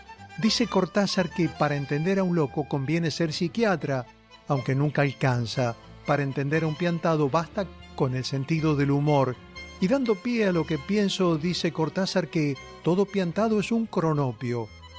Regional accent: Chivilcoy, Buenos Aires Province, Argentina; sino de todo mi pueblo de Chivilcoy.

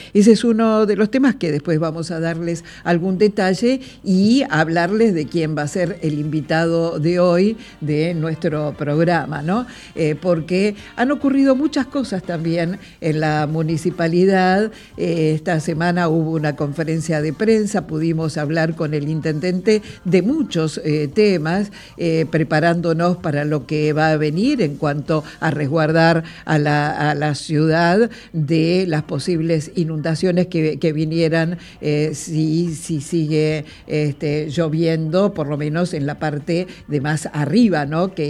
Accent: Argentina; somos los argentinos los que debemos pensar el país que queremos ser.

